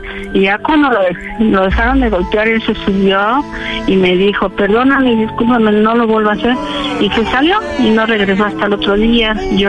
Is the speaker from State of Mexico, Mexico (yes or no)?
yes; Nezahualcóyotl, State of Mexico, Mexico; Yo soy del municipio de Nezahualcóyotl, Valle de Aragón, primera sección.